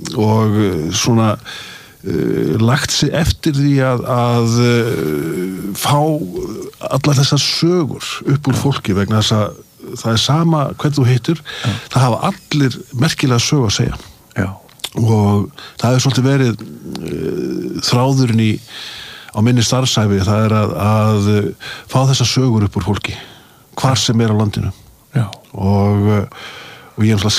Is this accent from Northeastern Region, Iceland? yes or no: yes; Akureyri, Northeastern Region, Iceland; Það var alltaf dásamlega að alast upp á Akureyri.